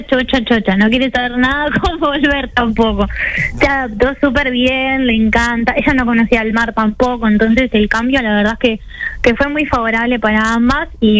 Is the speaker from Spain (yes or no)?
no; Santa Fe, Argentina; moved away as an adult; now in Punta del Este, Uruguay; yo trabajaba en un restaurante de 5 estrellas en Santa Fe, que es donde soy nacida y crecida